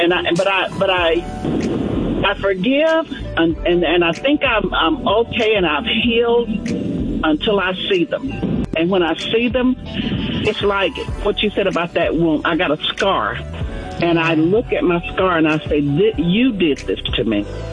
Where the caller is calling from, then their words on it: Douglas County, United States; I'm calling from Douglas County.